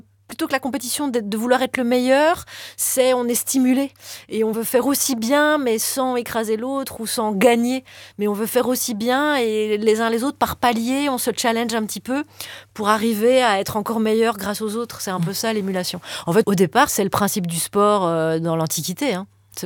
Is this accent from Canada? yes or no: no; Mons, Wallonia, Belgium; born there; pas très loin de chez moi, à Mons